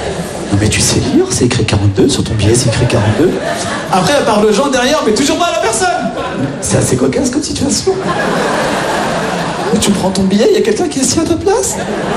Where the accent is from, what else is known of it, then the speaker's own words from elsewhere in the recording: Nantes, Pays de la Loire, France; Moi, les amis, je viens de Nantes, ok? Et je monte à Paris au moins une fois par semaine, donc je prends le train.